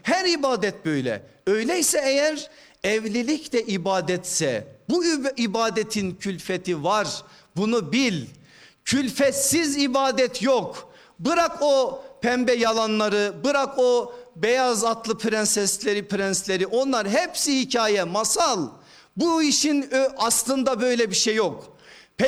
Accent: Erzurum, Turkey; Ben Erzurumluyum, biraz önce de söyledi kardeşimiz.

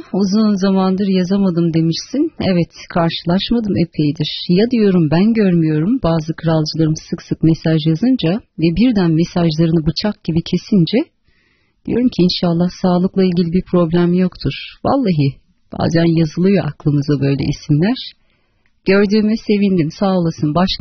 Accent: Sakarya, Turkey; moved away; Oradan Sakarya'ya geleyim, şöyle İç Anadolu'dan Marmara'ya doğru. Memleketimden bir selam gelmiş

